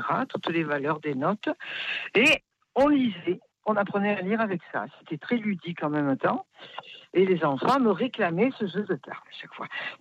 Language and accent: French; Poitiers, Nouvelle-Aquitaine, France; now in Marseille, France; Je suis native de Poitiers.